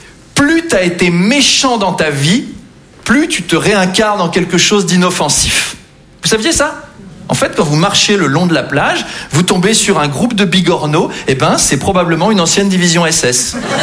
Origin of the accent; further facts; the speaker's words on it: Versailles, Île-de-France, France; Moi j'ai grandi à Versailles, hein, très très catholique comme environnement, et en fait c'était plutôt cool.